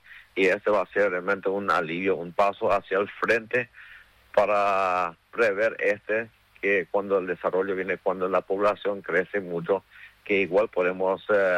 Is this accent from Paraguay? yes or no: yes; Paraguay